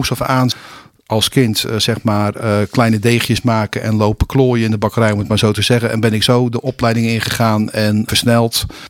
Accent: Bodegraven, South Holland, Netherlands; Daar woonden mijn ouders en daar heb ik zelf ook heel lang gewoond. Dus geboren en getogen Bodegravenaars. En ja, bouwjaar is 1955

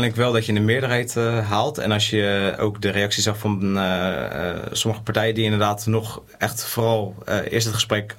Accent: Gouda, South Holland, Netherlands; born or raised there; also born or lived in Rotterdam

